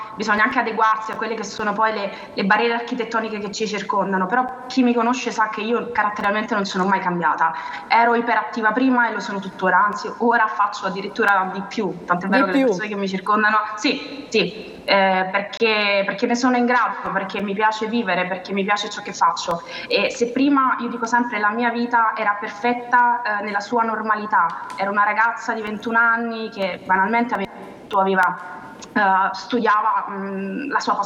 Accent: Naples, Campania, Italy; Io sono di Napoli, ho 26 anni

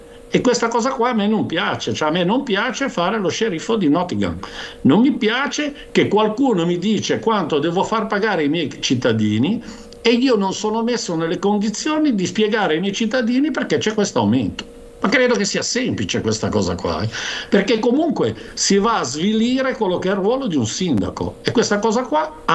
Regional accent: Torriglia, Liguria, Italy; io ho 58 anni, quando ero ragazzino a Toriglia andavo a comprare il latte

